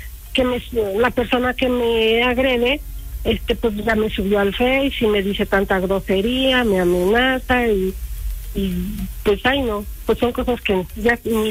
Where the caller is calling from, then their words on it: Tlachichuca, Puebla, Mexico; soy de Tlalichuca